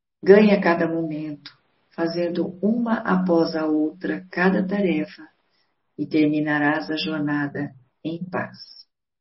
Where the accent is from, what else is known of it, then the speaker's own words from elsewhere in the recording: Bueno Brandão, Minas Gerais, Brazil; sou de Minas Gerais, da cidade de Bueno Brandão.